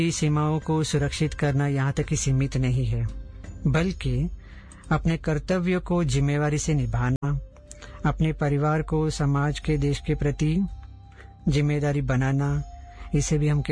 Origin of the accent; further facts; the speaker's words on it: Mumbai, Maharashtra, India; moved away as an adult; also born or lived in Armenia; मेरा बचपन सब मुंबई में हुआ